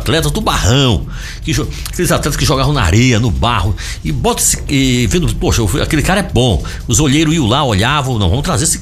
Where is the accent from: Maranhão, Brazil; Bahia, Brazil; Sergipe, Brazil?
Maranhão, Brazil; Barreirinhas; born there; also born or lived in Icoaraci, Belém, Pará; now in Belém, Brazil; aqui é minha terra, o Maranhão, sou maranhense da gema, barreirinense da gema, graças a Deus.